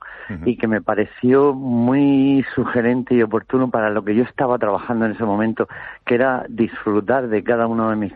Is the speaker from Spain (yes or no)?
yes; Region of Murcia, Spain; El lugar de origen mío, claro, de mi tierra, de Murcia.